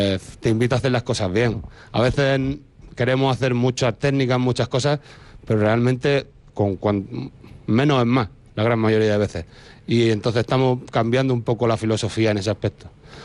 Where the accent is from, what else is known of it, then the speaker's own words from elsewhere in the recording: Granada, Andalusia, Spain; now in Madrid, Spain; yo vengo de tierra de cordero segureño, la IGP, el centro de la IGP está en mi pueblo.